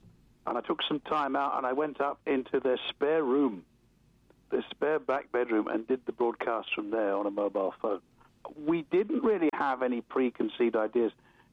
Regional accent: England, United Kingdom; You know, I'm from England. It's a national game.

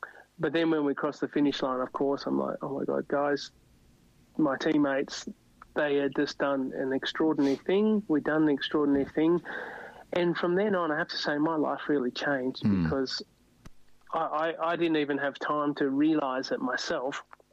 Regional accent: Australia; moved away as an adult; I'm always Australian, but I've been on the other side of the world

